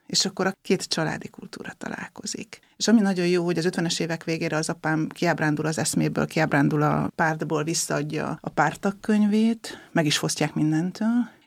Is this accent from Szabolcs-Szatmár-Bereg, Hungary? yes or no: no; Tiszaföldvár, Jász-Nagykun-Szolnok, Hungary; A családból hozom a hitet. Tiszaföldváron születtem, 1970-ben kereszteltek meg